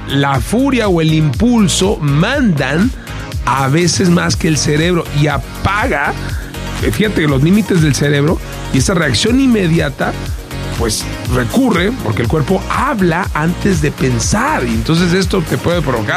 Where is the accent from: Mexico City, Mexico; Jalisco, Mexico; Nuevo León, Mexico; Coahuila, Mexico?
Nuevo León, Mexico; Monterrey; Yo soy de Monterrey, los de Monterrey sí hablamos.